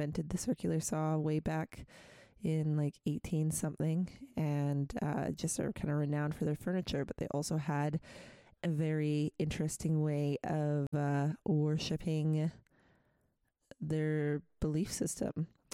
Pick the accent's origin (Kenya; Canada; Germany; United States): Canada; Prince George, British Columbia; when I was growing up in Prince George.